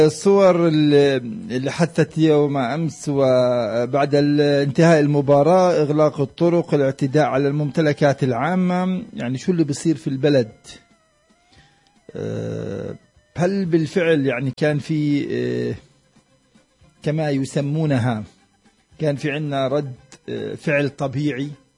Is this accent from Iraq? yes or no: no; Palestine; وشو اللي بيصير معنا كفلسطينيين؟